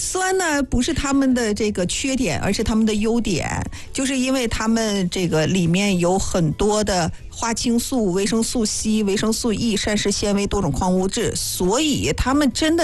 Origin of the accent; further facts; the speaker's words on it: Hulunbuir, Inner Mongolia, China; 如果说您能有机会来我们呼伦贝尔